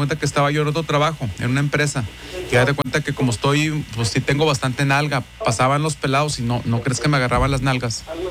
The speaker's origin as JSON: {"language": "Spanish", "town": "Saltillo", "region": "Coahuila", "country": "Mexico", "said": "como yo vengo de Saltillo, ya tengo nombre de mujer"}